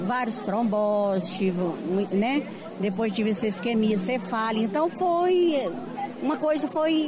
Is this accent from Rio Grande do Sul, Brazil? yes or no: no; Divinópolis, Minas Gerais, Brazil; Eu sou de Divinópolis, aqui em Minas mesmo.